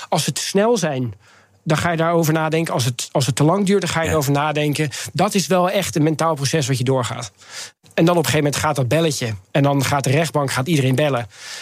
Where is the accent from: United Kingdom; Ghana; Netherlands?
Netherlands; Ik ben opgegroeid in Nederland.